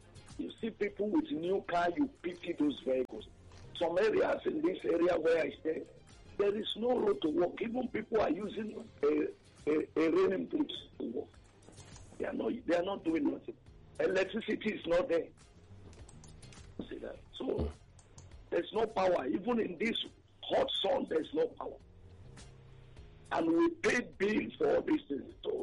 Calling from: Ojo, Lagos, Nigeria; I'm calling from Ojo.

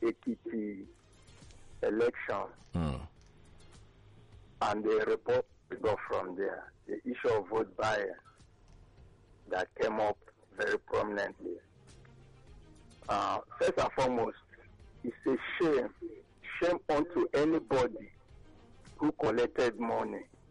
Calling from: Iba, Nigeria; I'm calling from Eba.

